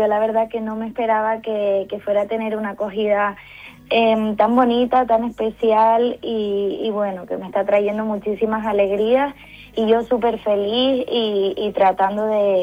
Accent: La Palma, Canary Islands, Spain; also born or lived in Tenerife; Sí, nací en Tenerife, pero sí, he vivido siempre en La Palma.

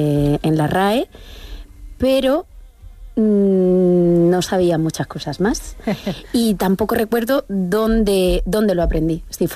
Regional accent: Cartagena, Region of Murcia, Spain; born there; Yo nací en Cartagena.

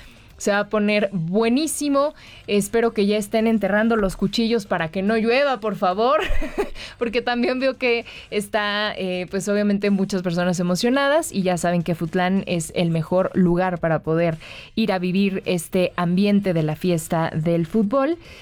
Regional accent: Mexico; cómo somos los mexicanos que cuando traemos una misma playera puesta del mismo color, o sea, la de México

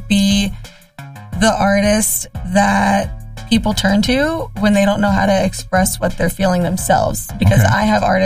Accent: St. Petersburg, Florida, United States; Yes, born and raised in St. Petersburg, Florida.

